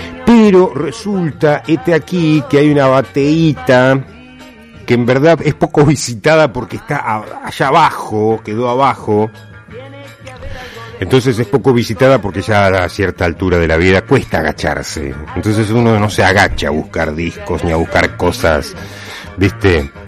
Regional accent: Argentina; porque somos argentinos

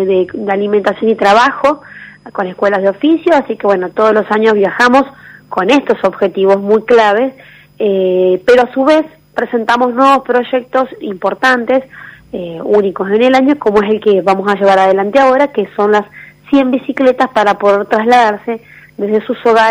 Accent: Santa Fe, Argentina

